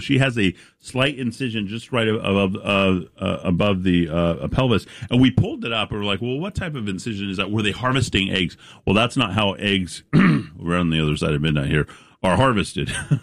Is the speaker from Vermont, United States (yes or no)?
no; New Mexico, United States; I know because I'm from New Mexico, and that's where they have the draws for that type of thing.